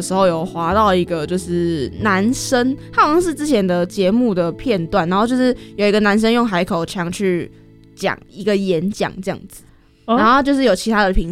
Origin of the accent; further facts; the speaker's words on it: Taoyuan, Taiwan; 因为我是桃园人